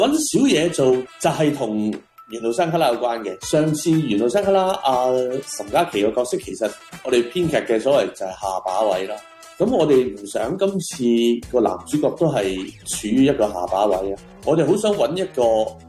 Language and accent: Cantonese; Hong Kong; 咁我係香港人啦，咁我係香港劇，我係香港導演，我啲戲又大部分喺香港拍